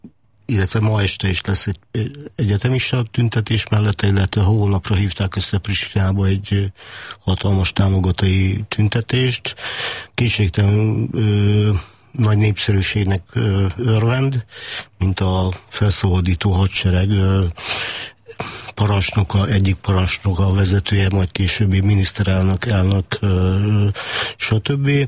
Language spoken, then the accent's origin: Hungarian; Vojvodina, Serbia; vajdasági magyar származású vagyok